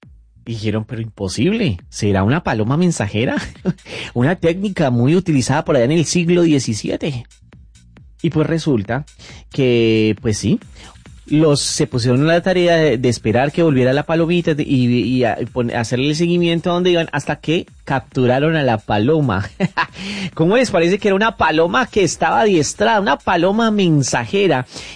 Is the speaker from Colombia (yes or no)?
yes; Colombia; Les cuento que esto sucedió en mi bella Colombia, en mi bello país, en mi tierra santa